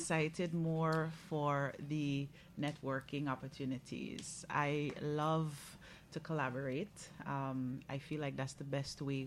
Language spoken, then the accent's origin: English; Guyana; born there; now in Saint Lucia; I'm from St. Lucia. Well, born Guyanese, but I'm living in St. Lucia.